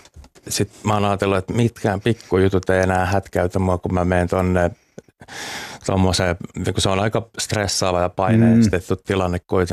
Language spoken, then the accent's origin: Finnish; Uusimaa, Finland; Tuossa pääkaupunkiseudulta mä oon kotoisin.